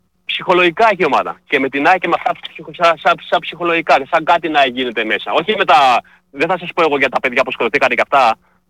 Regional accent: Kalymnos, South Aegean, Greece; Όχι, δεν είναι καλό γιατί εδώ ο Καλύμνιος, εγώ είμαι από την Κάλυμνο, είναι εγώ.

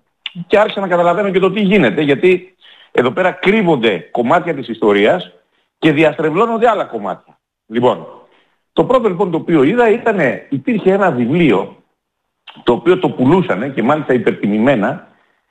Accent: Perati, Epirus, Greece; Λοιπόν, κοιτάξτε, βρίσκομαι αυτές τις μέρες στα Γιάννενα, την ιδιαίτερη πατρίδα μου, στην Περάτη Ιωαννίνων, στο μολοσικό οροπέδιο όπως το λέω εγώ.

